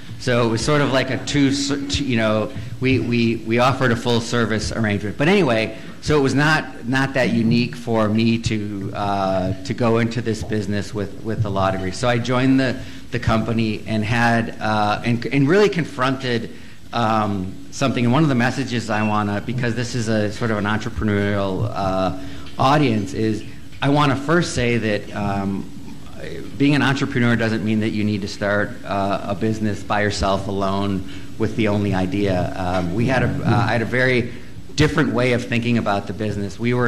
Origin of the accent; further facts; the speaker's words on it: Manitowoc, Wisconsin, United States; moved away as an adult; also born or lived in Washington, D.C.; So I'm a child of Wisconsin. I was born and raised in Manitowoc, Wisconsin, not too far from here. After college, I got a job working as a congressional staffer. So I moved when I was 22 years old out to Washington, D.C., where I spent the next 8 years